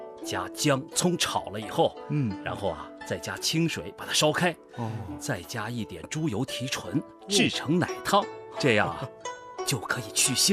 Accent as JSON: {"language": "Chinese", "town": "Huai'an", "region": "Jiangsu", "country": "China", "tie": "born or raised there", "said": "其实啊，淮安有那么多历史的文化的好东西，我们都是喝着运河水长大的，不该辜负这一方水土啊。"}